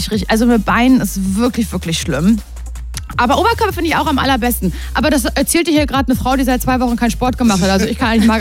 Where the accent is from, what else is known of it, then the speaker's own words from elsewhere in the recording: Parchim, Mecklenburg-Vorpommern, Germany; Parchim. Ein Parchim, Mecklenburg-Vorpommern.